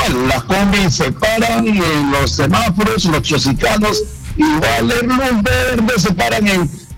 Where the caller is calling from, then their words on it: Lima, Peru; Vivo en Raicón, pero trabajo en Huachipa.